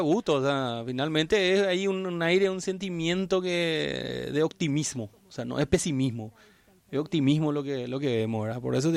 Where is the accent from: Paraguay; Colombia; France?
Paraguay